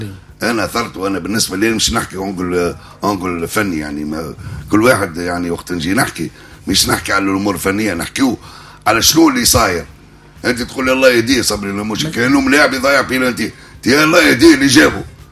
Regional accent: Tunisia; احنا بالنسبه لنا احنا كشعب تونسي احنا نشنزوا كاس عالم

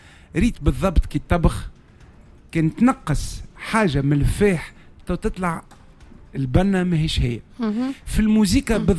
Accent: Tunisia; اللي عندنا في تونس

